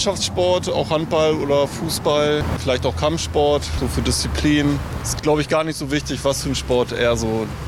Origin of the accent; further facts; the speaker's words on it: Hannover, Lower Saxony, Germany; Ich komme aus Hannover.